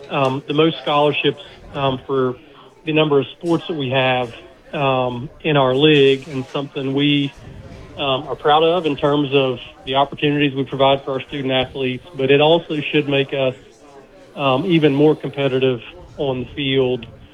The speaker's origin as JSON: {"language": "English", "region": "West Virginia", "country": "United States", "said": "I'm from Webster County"}